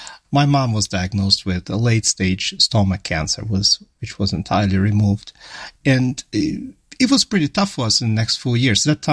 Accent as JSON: {"language": "English", "country": "Ukraine", "said": "You know, it's been 5 years since we moved from Ukraine. At that time, we didn't have a single vacation."}